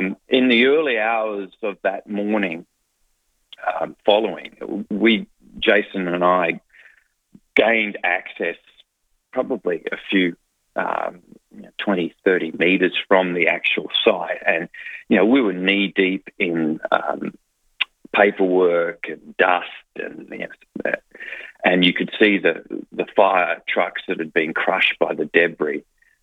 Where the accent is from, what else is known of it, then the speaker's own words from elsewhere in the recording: Bendigo, Victoria, Australia; I didn't know what, I'm a boy from Bendigo. I didn't know what the hell I was in the middle of.